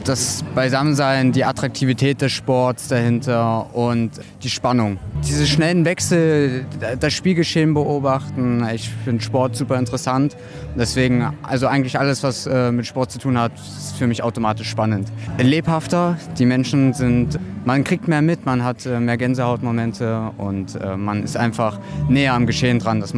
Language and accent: German; Halle, Saxony-Anhalt, Germany; ich komme hier aus Halle-Saale.